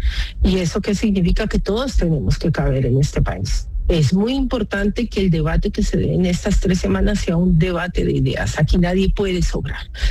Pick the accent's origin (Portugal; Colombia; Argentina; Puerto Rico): Colombia; como ciudadanos colombianos, entender que tenemos diferencias políticas, pero que no somos enemigos.